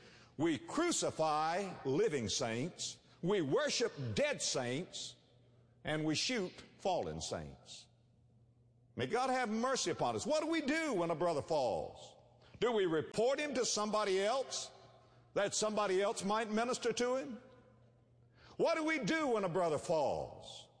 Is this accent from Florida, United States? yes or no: yes; West Palm Beach, Florida, United States; I was raised in West Palm Beach, Florida. One of the things that we loved to do in the wintertime, my brother and I, was to collect coconuts and sell them to the Yankees.